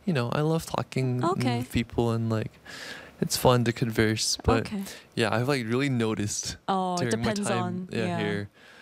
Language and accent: English; Canada; now in South Korea; from Canada, and I've been living in Korea for 4 years.